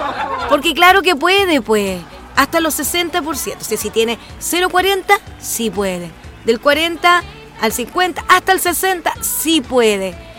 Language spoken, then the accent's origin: Spanish; Chile